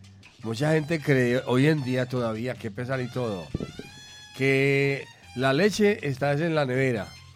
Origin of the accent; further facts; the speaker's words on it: Barbosa, Antioquia, Colombia; yo que soy de Barbosa